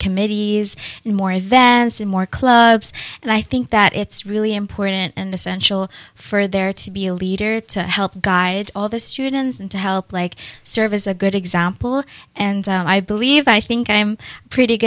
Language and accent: English; Dubai, United Arab Emirates; moved away as an adult; now in California, United States; So I actually was born and raised outside of the U.S. I was born and raised in Dubai, United Arab Emirates.